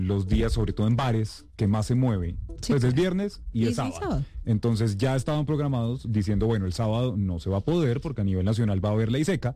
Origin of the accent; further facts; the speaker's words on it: Bogotá, Bogotá D.C., Colombia; Eso me emociona, no, pero como bogotano me emociona profundamente.